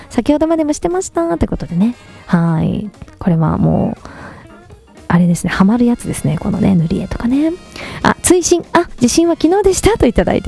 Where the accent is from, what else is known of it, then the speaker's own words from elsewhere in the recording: Hyuga, Miyazaki, Japan; moved away; FM 広場から聞いてるということで、私の地元でございますね。